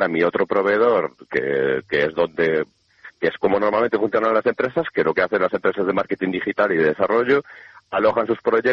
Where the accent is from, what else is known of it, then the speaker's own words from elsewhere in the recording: Galicia, Spain; somos gallegos